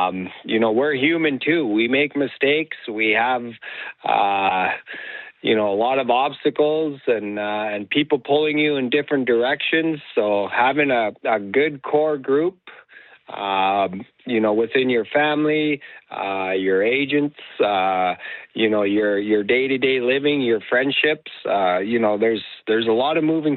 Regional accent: Nunavut, Canada; I reflect back to growing up in Nunavut and you know, the survival mode mentality every day, where it was a challenge.

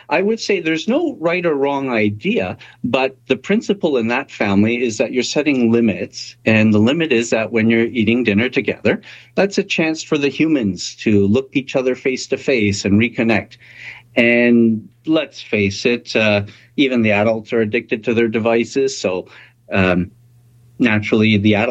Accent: Canada; But if I were to speak as a Canadian, it is best if we rein this in.

